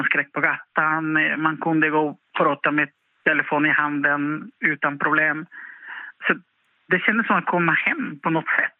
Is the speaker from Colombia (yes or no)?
yes; Barranquilla, Atlántico, Colombia; Swedish is a second language; moved away; Och från min hemstad som heter Barranquilla och ligger i Karibien. Då lämnar man i lilla Vilhelmina upp i Norrland, södra Lappland dessutom.